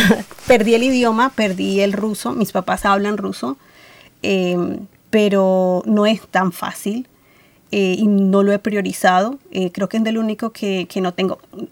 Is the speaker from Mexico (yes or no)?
no; Cali, Valle del Cauca, Colombia; moved away as an adult; also born or lived in Brisbane; now in Adelaide, Australia; yo vengo de Cali, que es 35 grados centígrados todo el año.